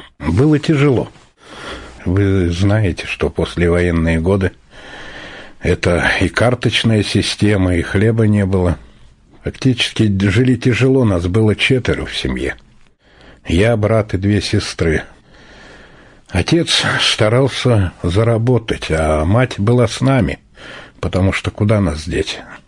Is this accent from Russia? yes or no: yes; Moscow, Russia; Родился в Москве на Девятинском переулке, это где американское посольство, если кто знает этот город наш, Москву. Вот, там мы жили. Жили, конечно, в очень серьезных условиях, жили в подвале, 11 метров комната.